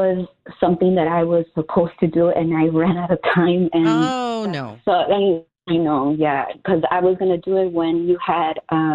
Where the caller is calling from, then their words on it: Chicago, Illinois, United States; I live in Little Village